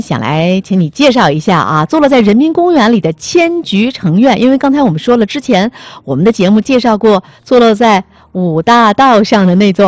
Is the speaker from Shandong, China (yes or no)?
no; Tianjin, China; 作为我们土生土长的天津人